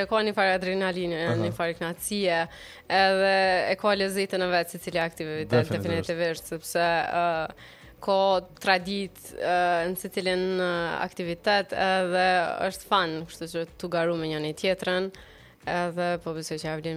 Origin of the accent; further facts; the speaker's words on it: Rahovec, Gjakova District, Kosovo; mua më thonë që nuk është edhe qytet shumë i madh, po e dim Rauveci